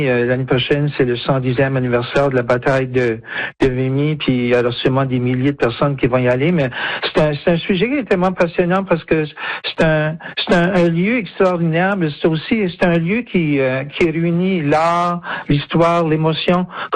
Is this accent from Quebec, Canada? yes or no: no; Cocagne, New Brunswick, Canada; mon village natal de Cocagne